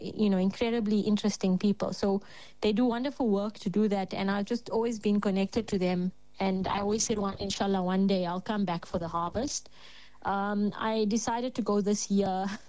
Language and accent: English; South Africa; being South African now